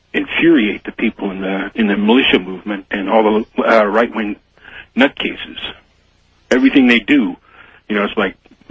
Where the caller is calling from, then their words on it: Columbia, Missouri, United States; Columbia, Missouri.